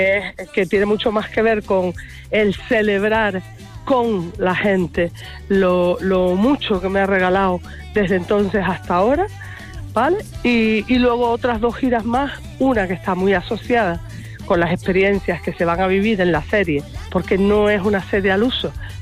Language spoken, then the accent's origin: Spanish; Arrecife, Canary Islands, Spain; born there; en Arrecife, porque es el sitio donde yo nací